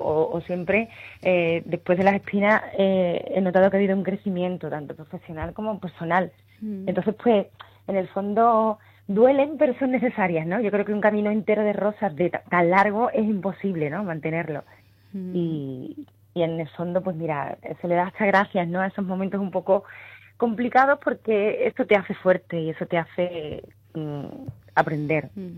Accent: Seville, Andalusia, Spain; y en Sevilla, concretamente mi tierra, pues se me ha visto pues desde que era una niña, ¿no?

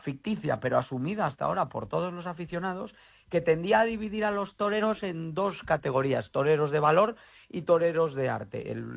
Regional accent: Santiago de Compostela, Galicia, Spain; Bueno, pues yo soy de Santiago de Compostela, por si acaso no he dado suficientes pistas con mi acento, ¿no?

